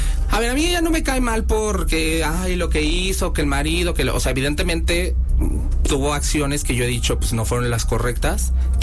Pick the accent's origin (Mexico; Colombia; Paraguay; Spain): Mexico; San Cristóbal de las Casas, Chiapas; Yo viví en mi pueblo, Delhi, allá en San Cristóbal de las Casas.